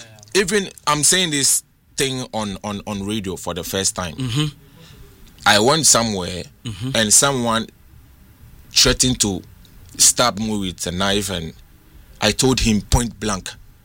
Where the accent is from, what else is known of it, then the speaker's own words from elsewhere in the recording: Ghana; me say yes, I'm a Ghanaian, proudly one.